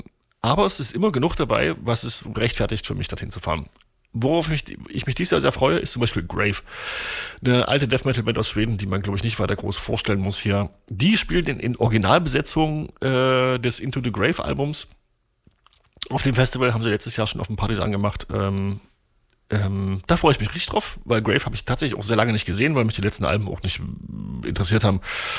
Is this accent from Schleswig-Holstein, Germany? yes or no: no; Torgau, Saxony, Germany; ich komme aus Torgau, das ist meine Heimatstadt.